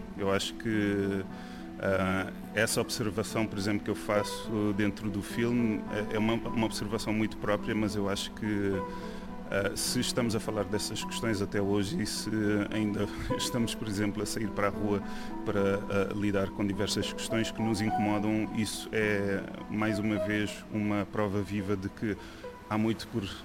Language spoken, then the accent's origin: Portuguese; Cape Verde; now in Lisbon, Portugal; como cabo-verdianos residentes em Lisboa, de reivindicar o nosso espaço